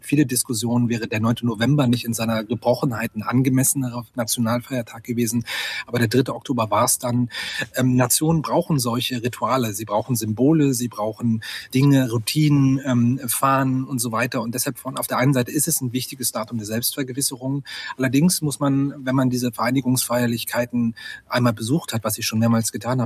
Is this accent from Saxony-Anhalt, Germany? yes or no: yes; Hettstedt, Saxony-Anhalt, Germany; für eine Demonstration in meiner Heimatstadt Hettstedt in Mansfeld-Südharz.